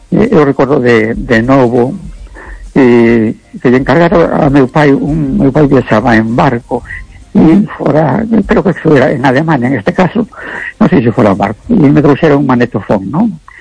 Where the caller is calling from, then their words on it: A Coruña, Galicia, Spain; de Coruña.